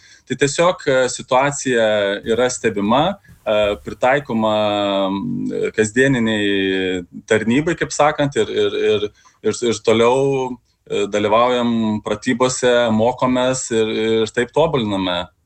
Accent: Baisogala, Šiauliai County, Lithuania; moved away; aš pats esu kilęs iš mažo miestelio Baisogalos, iš tikrųjų ir tikrai nutolusios nuo jūros

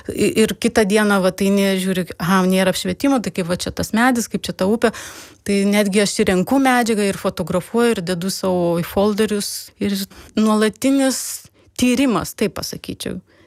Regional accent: Kaunas, Kaunas County, Lithuania; aš gimiau ir užaugau savo mylimam Kaune.

